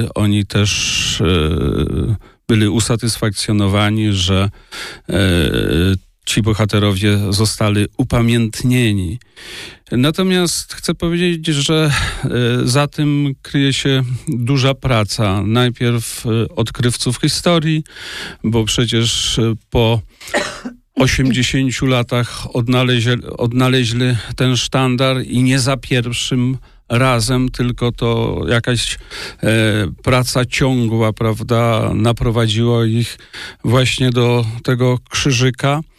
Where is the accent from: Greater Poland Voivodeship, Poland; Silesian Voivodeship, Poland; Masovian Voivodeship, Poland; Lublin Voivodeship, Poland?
Masovian Voivodeship, Poland; Iłów; trzeba jakąś, myślę, jakoś to podkreślać, że my jesteśmy stąd, nasi bohaterowie są z Iłowa, z ziemi iłowskiej.